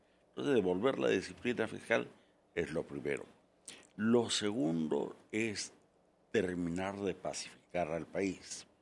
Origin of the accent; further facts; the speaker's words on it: Peru; Es una obligación como peruano estar siempre al pie del cañón.